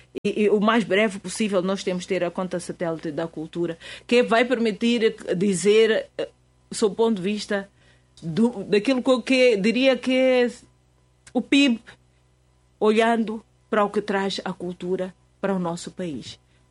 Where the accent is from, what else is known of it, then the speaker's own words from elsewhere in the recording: Mozambique; a nossa participação é estarmos e termos acesso a esse conhecimento como moçambicanos.